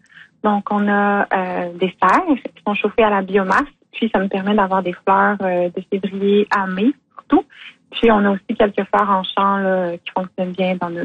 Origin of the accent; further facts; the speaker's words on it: Quebec, Canada; moved away as an adult; also born or lived in British Columbia; je suis native de Bédéfort